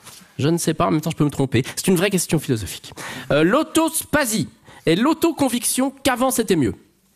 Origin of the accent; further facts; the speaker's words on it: Sainte-Croix, Vaud, Switzerland; mais je suis originaire de Sainte-Croix, donc je vous promets, c'est peut-être pas le vrai Jura, mais ça a un peu le goût et l'odeur du Jura quand même.